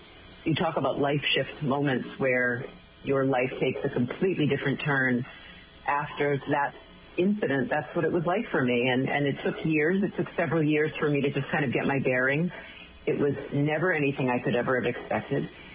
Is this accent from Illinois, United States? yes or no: no; Massachusetts, United States; We're just north of Boston, so we were in my hometown.